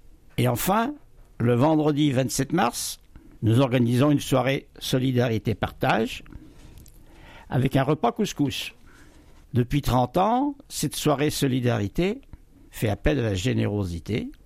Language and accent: French; Saint-Sauveur-d'Aunis, Nouvelle-Aquitaine, France; Chez nous, à Saint-Sauveur